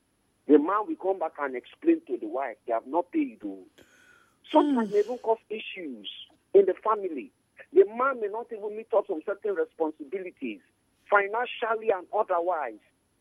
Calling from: Nigeria; from Jaru.

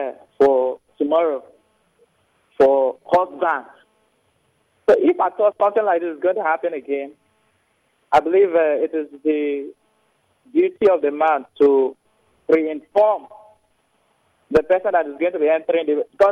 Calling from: Port Harcourt, Rivers, Nigeria; I'm calling from Port Harcourt.

